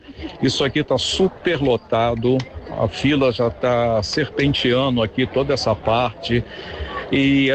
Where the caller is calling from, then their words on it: Rio de Janeiro, Brazil; eu sou do Rio de Janeiro